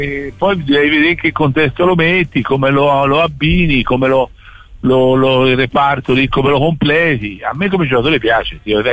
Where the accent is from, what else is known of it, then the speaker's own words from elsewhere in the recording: Florence, Tuscany, Italy; da fiorentino che ha lavorato 5 anni a Pisa